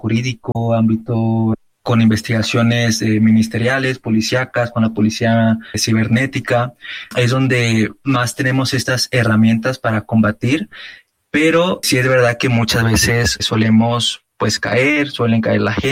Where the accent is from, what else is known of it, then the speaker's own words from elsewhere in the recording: Mexico; Pues básicamente en México, en mi país